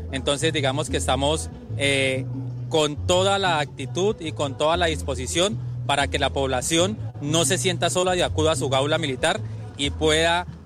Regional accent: Cúcuta, Norte de Santander, Colombia; now in Villavicencio, Colombia; Yo soy de la ciudad de Cúcuta, norte de Santander, y actualmente vengo de estar trabajando en la capital, en el comando de Gaulas Militares.

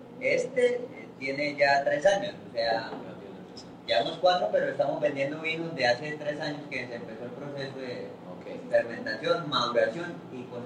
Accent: San Vicente de Chucurí, Santander, Colombia; Vengo de Santander, 100% santandereano.

